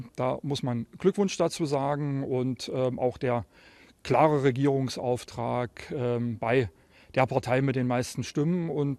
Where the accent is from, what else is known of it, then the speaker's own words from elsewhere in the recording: East Germany, Germany; now in Saxony-Anhalt, Germany; wo wir als Osten, als Ostdeutsche, als Menschen mit ostdeutscher Biografie ein Stück weit benachteiligt werden.